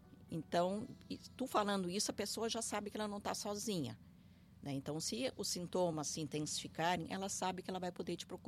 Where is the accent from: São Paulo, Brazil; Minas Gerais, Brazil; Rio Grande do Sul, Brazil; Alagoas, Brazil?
Rio Grande do Sul, Brazil; Nós que somos aqui do Rio Grande do Sul, a gente tem muito uma cultura um pouco mais machista